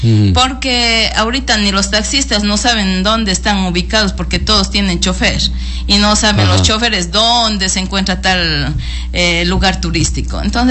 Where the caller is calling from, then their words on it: Macas, Morona Santiago, Ecuador; aquí en Macas